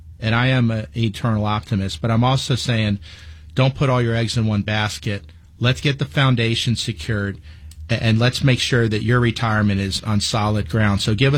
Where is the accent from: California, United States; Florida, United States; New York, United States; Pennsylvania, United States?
Florida, United States; Palm Beach Gardens; I grew up in Palm Beach Gardens, Florida.